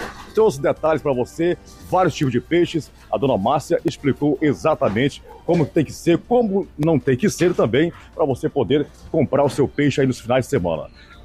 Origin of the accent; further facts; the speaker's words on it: Amazonas, Brazil; eu sou amazonense